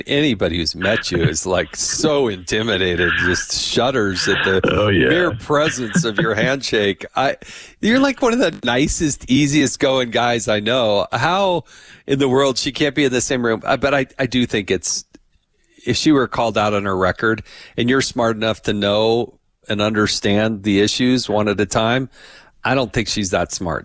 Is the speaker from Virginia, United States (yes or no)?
no; Arizona, United States; moved away; The people, good people of Arizona, of which I used to live there and went to grade school, high school there.